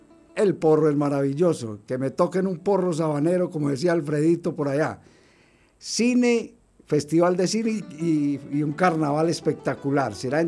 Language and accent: Spanish; Medellín, Antioquia, Colombia; Se lo digo yo que soy de la Comuna 13